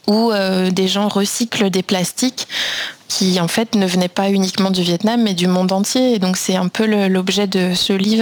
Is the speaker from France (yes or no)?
yes; France; also born or lived in Brussels, Belgium; Mais au départ, je suis française et j'ai un parcours de sciences sociales au sens large avant de me spécialiser en anthropologie.